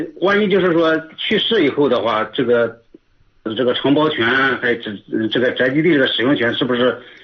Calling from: Wenxi, Shanxi, China; 我文喜县。

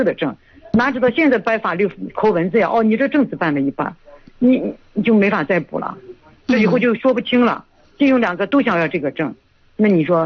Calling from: Yuncheng, Shanxi, China; 我就在盐湖区的。

